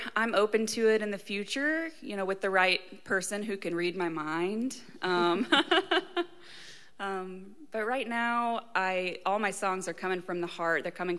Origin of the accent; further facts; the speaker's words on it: Knoxville, Tennessee, United States; Yeah, right here in Knoxville, Tennessee. I went to West High School and UT.